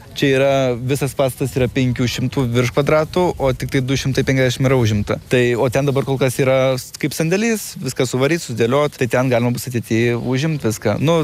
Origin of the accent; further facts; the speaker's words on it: Kaunas, Kaunas County, Lithuania; moved away; Gan nuo mažų dienų aš čia augdavau kaime. Aš šiaip esu iš Kauno, mokiausi Kaune